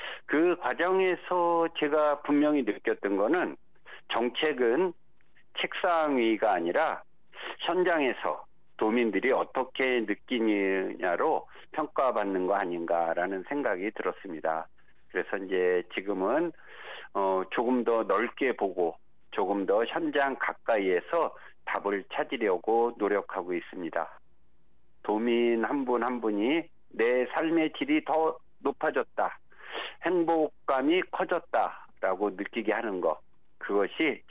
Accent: Gimpo, Gyeonggi Province, South Korea; 제12대 경기도의 전반기 문화체육관광위원장을 맡고 있는 더불어민주당 김포 출신

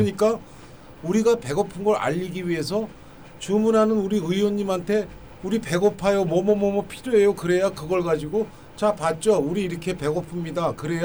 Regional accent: South Korea; now in United States; 저희 한국이라는 저희 조국과

